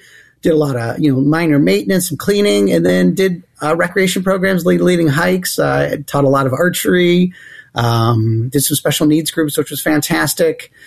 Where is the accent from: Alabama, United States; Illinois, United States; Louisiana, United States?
Illinois, United States; So I'm a lifelong DuPage resident.